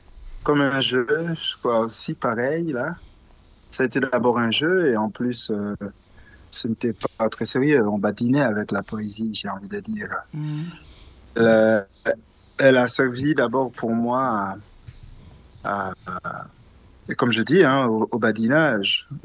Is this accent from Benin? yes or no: no; Gabon; je vais quitter ma ville natale. Je vais m'installer dans une autre ville pour le lycée à Libreville, à la capitale.